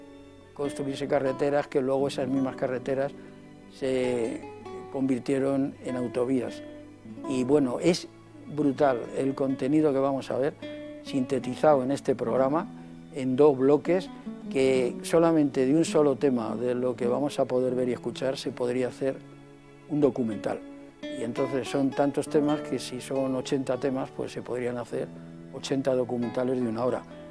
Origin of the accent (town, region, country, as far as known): Spain